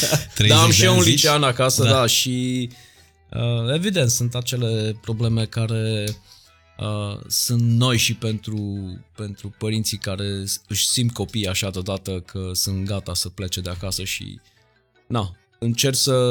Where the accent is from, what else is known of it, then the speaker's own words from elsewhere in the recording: Brașov, Brașov County, Romania; moved away; also born or lived in Minnesota, United States; Cristi zice că vin eu din America, dar eu vin din Brașov.